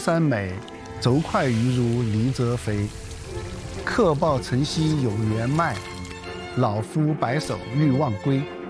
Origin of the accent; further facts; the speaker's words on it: Sichuan, China; 用我们四川话来说